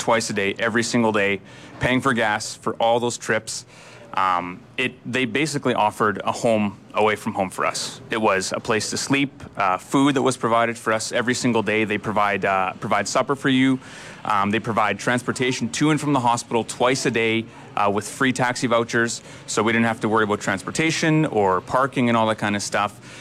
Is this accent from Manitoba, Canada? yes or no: yes; Blumenort, Manitoba, Canada; For one thing, we're local. We're from Bloemenort here.